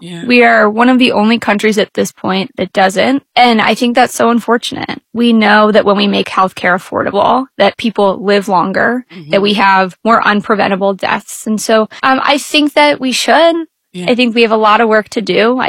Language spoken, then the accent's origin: English; Maryland, United States; So I'm originally from Maryland, and I was working for Baltimore City at the time.